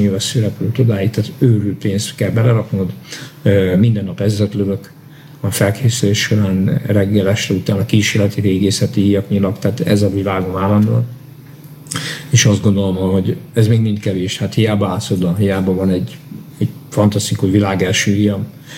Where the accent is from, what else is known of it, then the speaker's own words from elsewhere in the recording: Hajdú-Bihar, Hungary; born there; régen én Nagyunáláson születtem, ez Bocskai harci város volt egykor